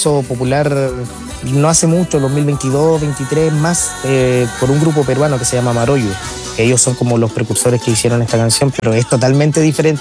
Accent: Ovalle, Coquimbo, Chile; also born or lived in El Salvador, Atacama; now in Arica, Chile; Yo nací en El Salvador, pero pasé mi vida igual ahí en Ovalle, en Quilitapia.

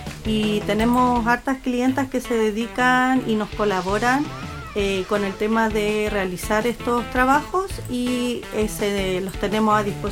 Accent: Santiago, Santiago Metropolitan Region, Chile; moved away as an adult; No, yo soy de Santiago, hace 4 años que vivo acá.

